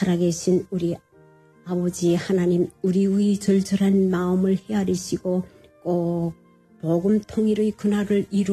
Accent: South Hamgyong, North Korea; now in China; 저는 항해남도에서 온

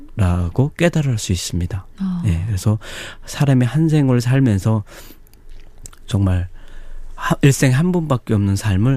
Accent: North Korea; now in South Korea; 제가 남과 북을 다 살아본 경험에 의하면

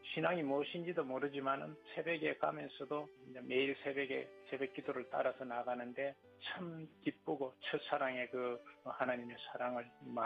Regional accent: Changseon, South Gyeongsang, South Korea; moved away as an adult; 경남 남해, 남해하고도 창선이라는 데가 있어요. 그곳에서 이제 어렸을 때 자랐고요. 가난하게 시골에서 자랐는지요.

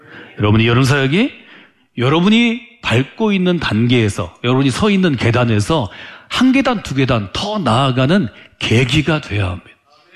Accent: South Korea

